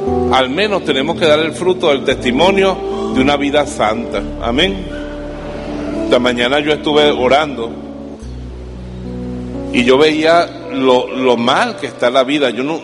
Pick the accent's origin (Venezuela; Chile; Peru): Venezuela; also born or lived in Colombia / Spain; Yo soy venezolano, pero estudié el seminario en Caracas, en Colombia y en España. Y en ese retiro en Colombia, en Antioquia, yo hablo antioqueño, perfecto.